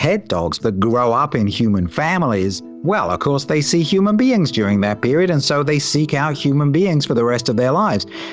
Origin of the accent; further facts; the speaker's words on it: United Kingdom; I'm British